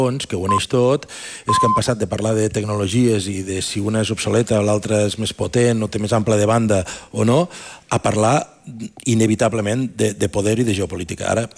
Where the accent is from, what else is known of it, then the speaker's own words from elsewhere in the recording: Tàrrega, Catalonia, Spain; El 82, a l'institut del meu poble, Targa, van comprar un ZX81